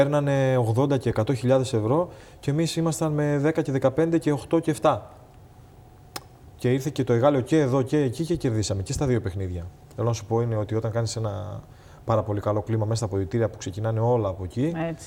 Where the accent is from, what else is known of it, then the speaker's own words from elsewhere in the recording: Alikarnassos, Crete, Greece; Είμαι από την Αλικαράνσο, εκεί ξεκίνησα, εκεί μεγάλωσα.